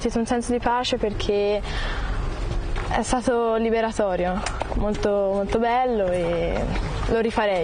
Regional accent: Volterra, Tuscany, Italy; Vengo da Volterra

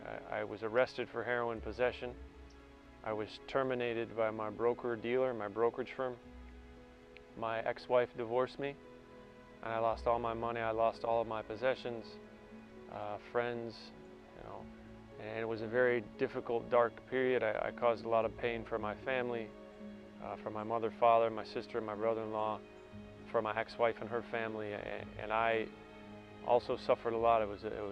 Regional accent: Chicago, Illinois, United States; moved away as an adult; also born or lived in St. Augustine, Florida / England / Lourdes, France; I am from Chicago.

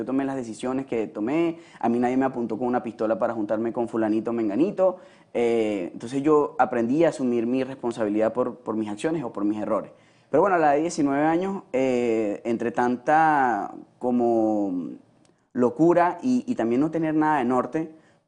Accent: Barquisimeto, Lara, Venezuela; moved away; allá en mi ciudad, en Barquisimeto

